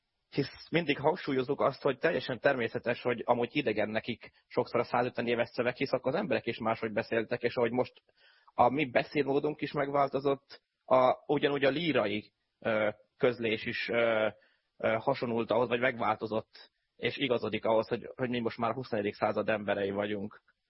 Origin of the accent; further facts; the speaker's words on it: Tolna, Hungary; moved away; de akár mint közel szekszárdiként, vagy szekszárdhoz közel ilyen élő emberként